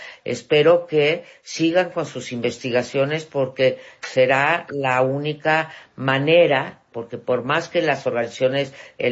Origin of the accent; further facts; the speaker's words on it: Mexico; me duele como mexicana decir esto.